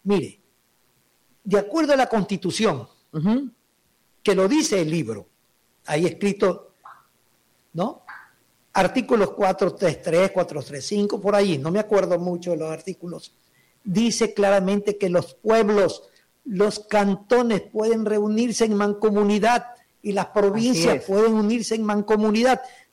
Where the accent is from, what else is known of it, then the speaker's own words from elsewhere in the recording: Ecuador; Pido como ecuatoriano que se hagan la forma más correcta.